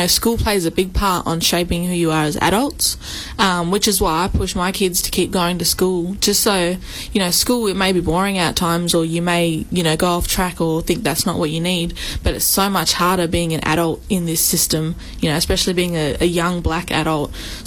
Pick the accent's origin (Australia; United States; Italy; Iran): Australia; Perth, Western Australia; born there; also born or lived in Northam; I did most of my upper schooling here in Perth.